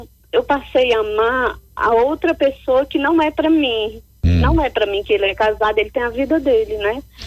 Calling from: Fortaleza, Ceará, Brazil; De algum lugar de Fortaleza.

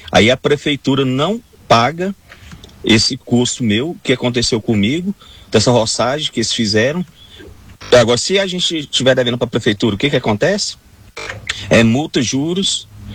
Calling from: Aparecida de Goiânia, Goiás, Brazil

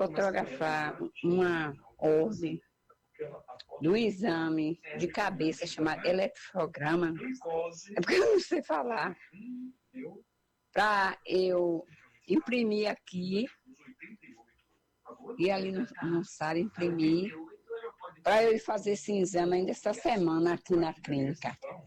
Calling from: Bahia, Brazil; eu sou daqui de Santo Jesus.

